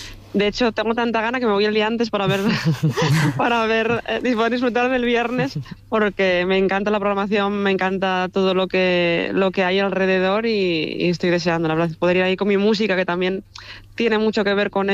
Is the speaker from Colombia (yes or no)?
no; Asturias, Spain; mi folclore, ¿no? El de la asturianada